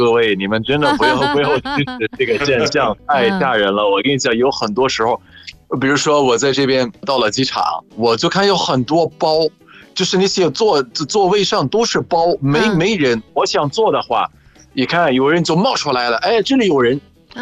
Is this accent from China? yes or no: no; Egypt; Chinese is a second language; 比如说你看排队这个，我们埃及人有自己的规矩